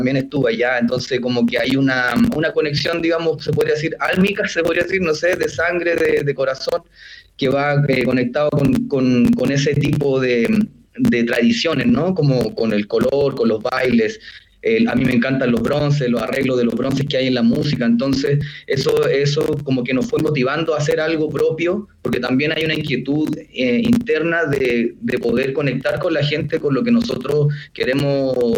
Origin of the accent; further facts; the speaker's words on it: Santiago, Santiago Metropolitan Region, Chile; soy de Santiago